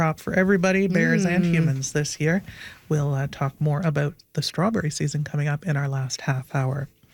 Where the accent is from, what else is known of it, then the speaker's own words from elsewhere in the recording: Nova Scotia, Canada; But growing up in Nova Scotia in a rural area, I would go picking.